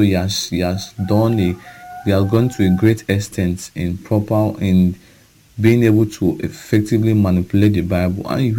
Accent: Okada, Edo, Nigeria

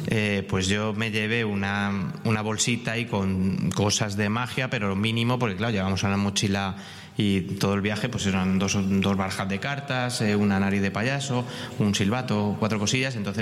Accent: Madrid, Community of Madrid, Spain; yo soy muy madrileño, muy tronco

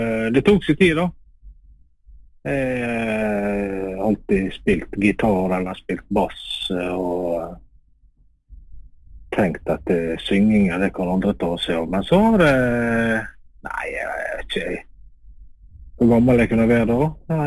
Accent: Valderøya, Møre og Romsdal, Norway; Jeg er sunnmøring. Født og oppvokst på Valderøya.

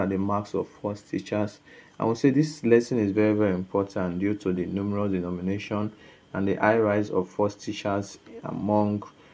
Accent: Okada, Edo, Nigeria

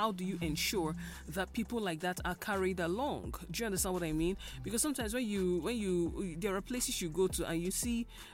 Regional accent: Enugu State, Nigeria; I'm also from Enugu State. I'm a youth.

